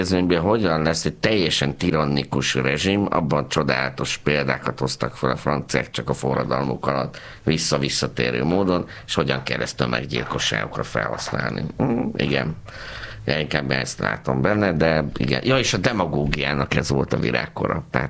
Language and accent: Hungarian; Pécs, Baranya, Hungary; Tudod, én pécsi vagyok